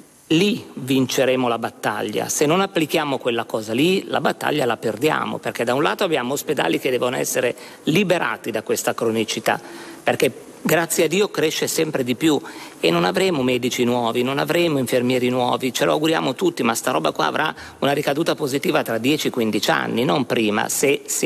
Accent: Lombardy, Italy; siamo bravissimi, io vengo dalla Lombardia, io definisco sempre, siamo un prestazionificio eccellente

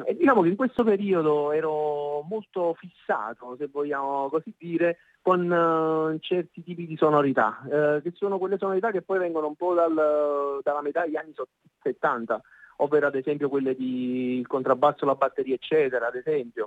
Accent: Naples, Campania, Italy; essendo napoletano o meno

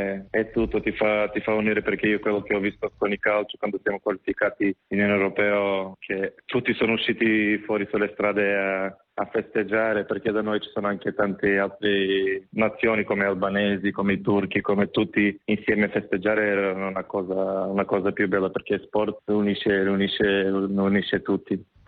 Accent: North Macedonia; Italian is a second language; moved away as an adult; now in Italy; quando sono arrivato in Italia, la Macedonia non è che la conoscevano tanti. Poi ho fatto 20 anni qua in Italia

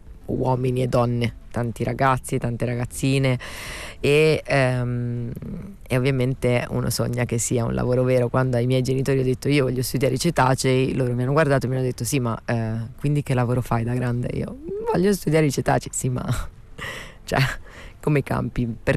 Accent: Santa Teresa Gallura, Sardinia, Italy; born there; also born or lived in Sassari / Cagliari / Alghero; Sono cresciuta nel mare più bello dell'universo mondo, inutile negarlo, a Santa Teresa di Gallura. Sono nata a Sassari, quindi ho vissuto un po' il mare del Nord Sardegna, Alghero, ho vissuto anche a Cagliari, alle elementari

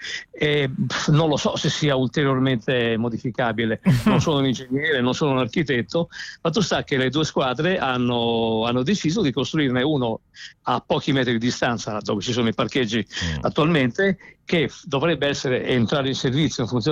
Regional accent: Tuscany, Italy; now in Milan, Italy; Vado a San Siro dal 1981, io mi sono trasferito a Milano dalla Toscana nel 1981

